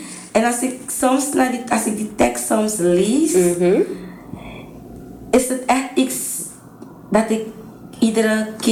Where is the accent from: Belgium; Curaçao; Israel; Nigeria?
Nigeria; Dutch is a second language; now in Netherlands; Ik ben trots om dat te zeggen. Ik ben een Nigeriaanse vrouw. En ja, daar ben ik gevormd.